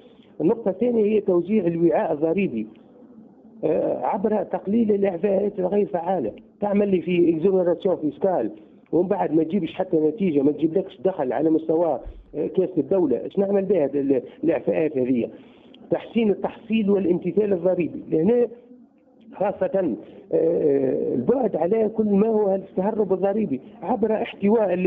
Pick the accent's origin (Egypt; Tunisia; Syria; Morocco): Tunisia